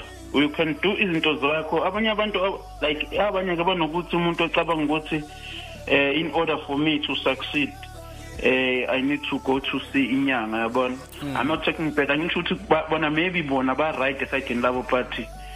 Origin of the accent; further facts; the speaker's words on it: KwaZulu-Natal, South Africa; now in Johannesburg, South Africa; from KZN, but I'm living in Joburg for now.